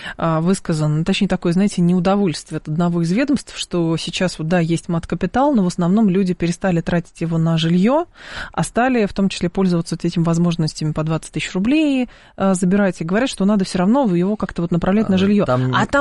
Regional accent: Chukotka Autonomous Okrug, Russia; Некоторое время назад помогли получить дальневосточную ипотеку, я сам с Чукотки, учитель.

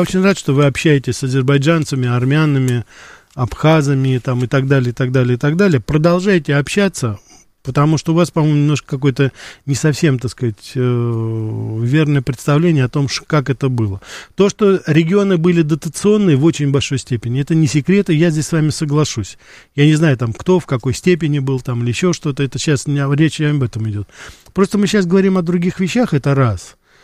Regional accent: Russia; когда я из России, потому что я родился и вырос все-таки здесь, я ездил к родственникам в Грузию и в Армению

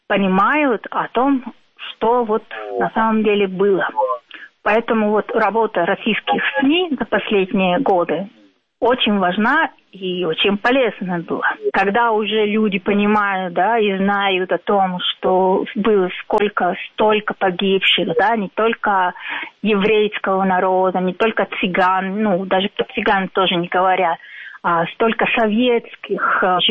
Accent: Colombia; Russian is a second language; Я, поскольку из Колумбии, и у нас в Колумбии, вообще в Латинской Америке, учат, что это не называется Великая Отечественная война

